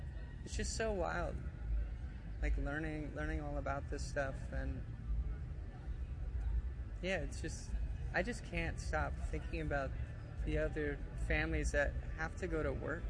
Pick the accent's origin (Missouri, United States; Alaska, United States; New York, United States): Alaska, United States; Like, I grew up in Alaska.